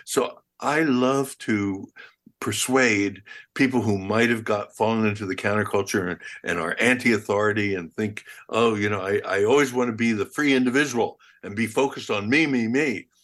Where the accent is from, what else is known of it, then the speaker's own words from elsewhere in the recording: United States; One of the things that I love about being an American and think we should be so proud of is that we tend to form teams.